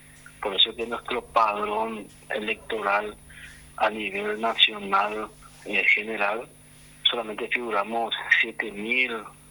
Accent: Ñeembucú, Paraguay; nuestra identidad como paraguayos

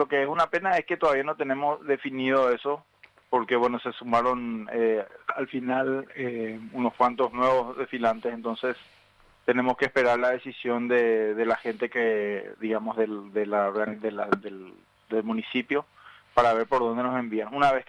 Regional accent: Paraguay; como paraguayos nosotros orgullosos

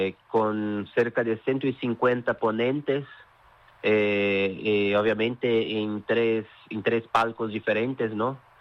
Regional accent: Brazil; Spanish is a second language

